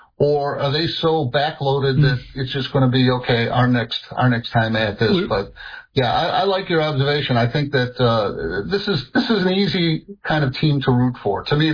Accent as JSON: {"language": "English", "town": "Chicago", "region": "Illinois", "country": "United States", "tie": "born or raised there", "said": "I'm not a native New Yorker. I grew up in Chicago"}